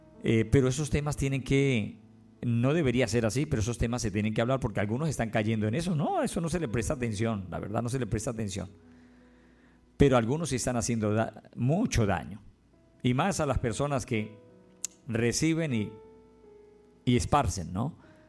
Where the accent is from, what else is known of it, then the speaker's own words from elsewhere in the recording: Colombia; Esta es mi tierra, yo soy de aquí, yo nací aquí